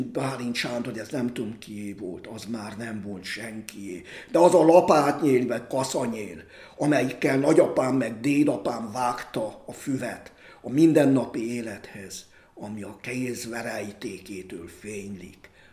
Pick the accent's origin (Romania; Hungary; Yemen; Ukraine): Romania; Székely Land; az én szülőföldem, Székelyföld sajnálatos módon kisebbségi sorban él.